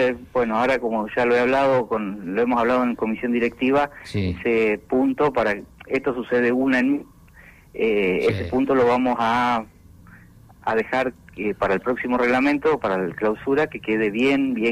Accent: Trelew, Chubut, Argentina; 3 que somos de acá de Trelew.

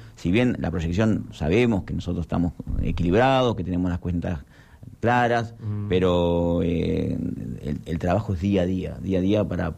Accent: Trelew, Chubut, Argentina; somos todos ciudadanos de Trelew

